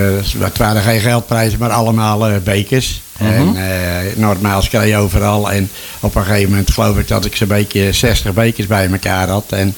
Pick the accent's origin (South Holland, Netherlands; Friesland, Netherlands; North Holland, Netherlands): South Holland, Netherlands; Bodegraven; born there; 1 februari 1945 en ik ben in Bodegraven geboren.